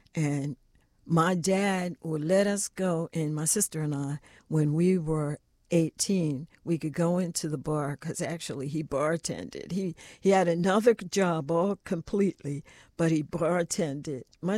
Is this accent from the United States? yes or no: yes; Philadelphia, Pennsylvania, United States; now in Washington, United States; I grew up in Philly